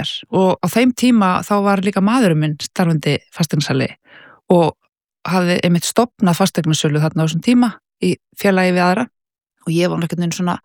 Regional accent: Reykjavík, Capital Region, Iceland; born or raised there

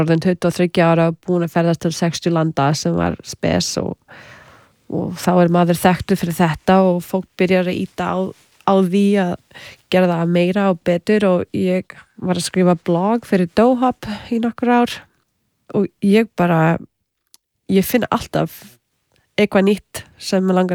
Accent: Canada; also born or lived in United States / Australia; ég ólst upp í Kanada með hálf indverskri móðu frá Suður Ameríku svo ég var þegar alþjóðlegt barn og með nokkur tungumál sem ég gat nota

